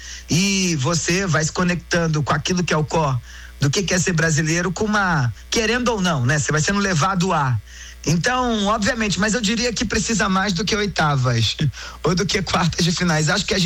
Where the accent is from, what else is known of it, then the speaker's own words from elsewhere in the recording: Brazil; essa habilidade que nós brasileiros temos quando saímos do Brasil para qualquer outro lugar, e você diz sou brasileiro e a pessoa dá um sorriso